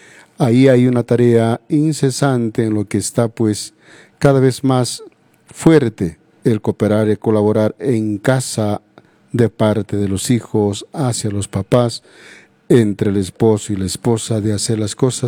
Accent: Cusco, Peru; Y en cultura de mi tierra también tenemos que hacer eco de que nuestra patria, el Perú, al menos también Cusco, la capital

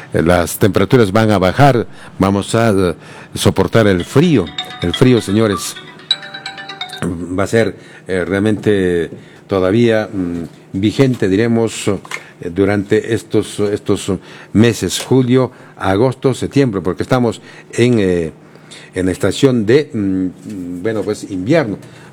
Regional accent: Cusco, Peru; Somos, bueno, cusqueños, peruanos

